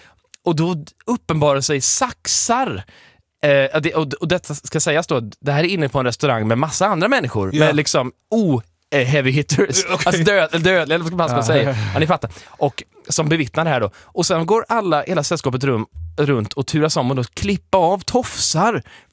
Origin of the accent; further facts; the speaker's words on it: Gothenburg, Västra Götaland County, Sweden; som göteborgare, som jag är.